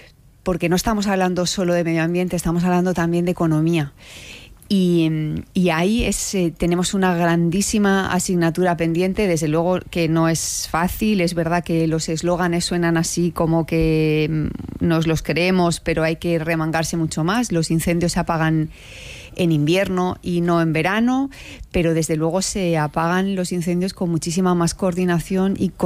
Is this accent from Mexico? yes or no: no; Castilla-La Mancha, Spain; Yo soy castellano-manchega, soy una niña de pueblo, entonces me llega muy, muy de cerca.